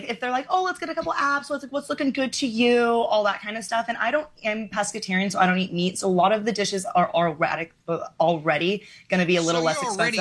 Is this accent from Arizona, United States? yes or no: yes; Arizona, United States; now in New York City, United States; I grew up in Arizona. So let's say you live in Arizona.